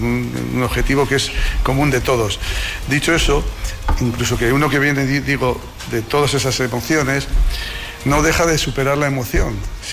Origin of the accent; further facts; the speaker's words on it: Haro, La Rioja, Spain; moved away; en las fiestas de mi pueblo, de Haro, de mi ciudad, pero soy una persona que se siente creída en toda La Rioja.